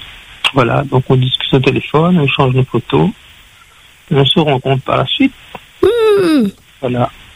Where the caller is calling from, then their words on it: Saint-Denis, Réunion; Donc j'habite à Saint-Denis, 45 ans.